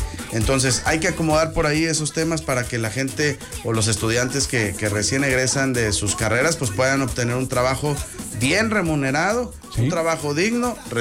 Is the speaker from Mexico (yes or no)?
yes; Saltillo, Coahuila, Mexico; somos orgullosamente de Saltillo.